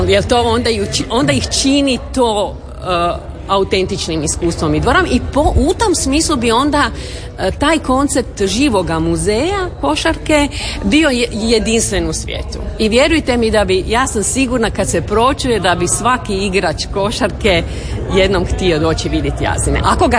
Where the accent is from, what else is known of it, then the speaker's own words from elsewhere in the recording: Zagreb, City of Zagreb, Croatia; ja nisam odavdje, ja sam Zagrepčanka